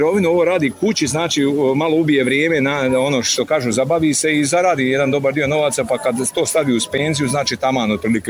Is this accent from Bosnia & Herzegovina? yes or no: yes; Domaljevac, Federation of Bosnia and Herzegovina, Bosnia & Herzegovina; znači dolazim iz Domaljevca, to vam je općina Domaljevac-Šamac